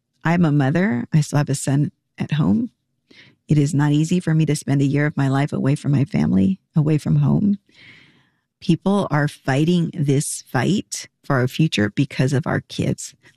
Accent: Brownsville, Texas, United States; I grew up in the Rio Grande Valley. It was the dominant culture I grew up in.

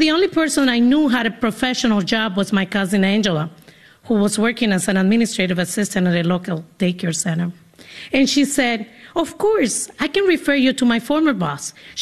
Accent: Dominican Republic; now in Boston, United States; I come to Boston from the Dominican Republic with one suitcase. My suitcase was full of books and many dreams. It was a very heavy suitcase. When Dominicans emigrate to the United States, we give away all our clothes and our belongings.

